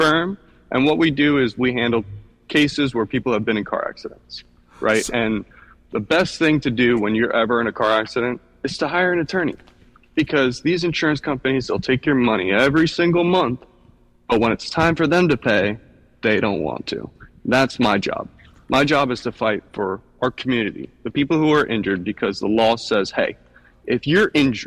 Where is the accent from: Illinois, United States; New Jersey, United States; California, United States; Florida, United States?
Florida, United States; Stuart; I grew up here in Stuart, Florida, Palm City, Florida, Martin County.